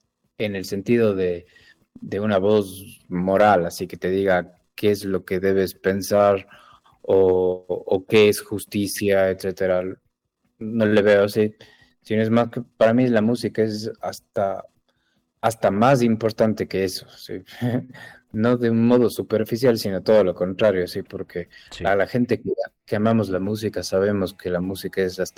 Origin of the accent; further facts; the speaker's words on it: Ecuador; uno como ecuatoriano haga música distinta que alguien en Europa